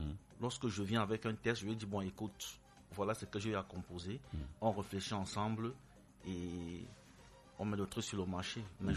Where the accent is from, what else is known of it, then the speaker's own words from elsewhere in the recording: Littoral, Cameroon; Je chante en Douala, je suis en Douala.